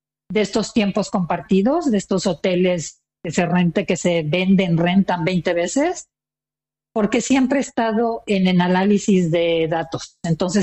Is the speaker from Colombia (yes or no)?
no; Mexico; moved away as an adult; now in Las Vegas, United States; Soy mexicana, nací en México. Mi familia es catalana. Y después de un divorcio y cambiarme de ciudades y demás... acabé en Las Vegas.